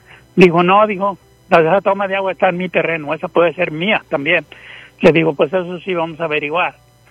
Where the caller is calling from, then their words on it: Brighton, Colorado, United States; yo vivo en Brighton, y el terreno está en Wiggins, cerca de Fort Morgan, en el Morgan County.